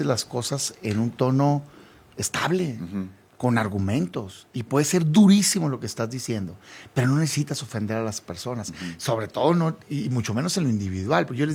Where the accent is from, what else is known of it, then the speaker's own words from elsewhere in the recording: Mexico; Yo soy mexicano antes que nada